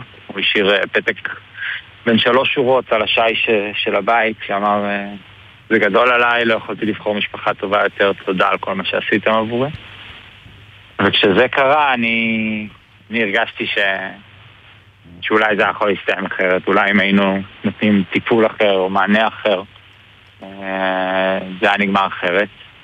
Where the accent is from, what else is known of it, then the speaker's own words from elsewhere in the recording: Haifa, Haifa District, Israel; now in Karkur, Israel; אני בן 38, כרגע מקרקור. גדלתי בחיפה.